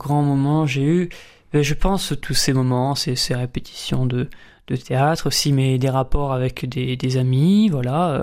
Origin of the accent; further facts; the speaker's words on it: Montpellier, Occitanie, France; also born or lived in La Motte-Servolex; Alors d'où je viens de Montpellier. Je suis né ici, j'ai habité presque toute ma vie ici. J'ai eu 2 ans où je suis parti en Savoie.